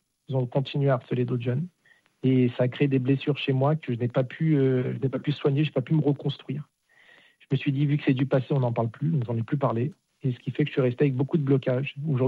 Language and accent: French; Nanterre, Île-de-France, France; Donc, de base, moi, j'étais de Nanterre, j'étais dans une cité. Donc, je suis arrivé à Rueil-Malmaison.